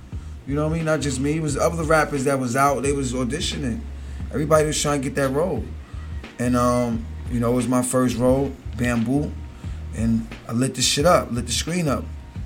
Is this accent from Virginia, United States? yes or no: no; Queens, New York, United States; because I come from Queens, I seen so much, I can do that because it's something I can emulate